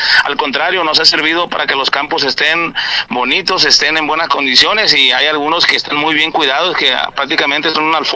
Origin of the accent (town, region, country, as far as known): Nayarit, Mexico